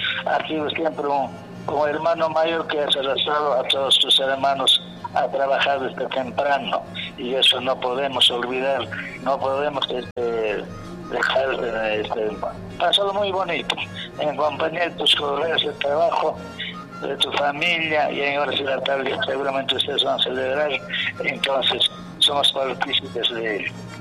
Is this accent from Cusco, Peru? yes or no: yes; Acomayo, Cusco, Peru; Estas dos provincias son bastante cercanas a Comayo, mi tierra